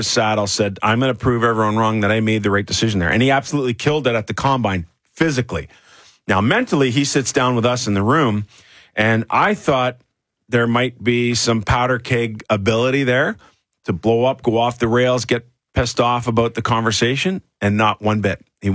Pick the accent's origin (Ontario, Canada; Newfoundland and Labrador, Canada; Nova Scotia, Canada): Ontario, Canada; Toronto; You know, I grew up in Toronto.